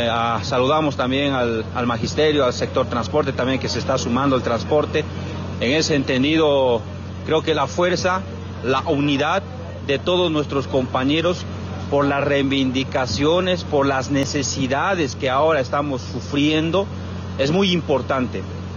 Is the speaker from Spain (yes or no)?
no; Bolivia